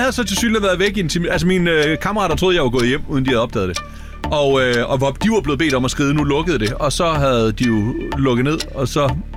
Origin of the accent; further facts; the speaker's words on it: Lemvig, Central Denmark Region, Denmark; Det var på det, der hed Gammelhavn i Lemvig, hvor jeg kommer fra.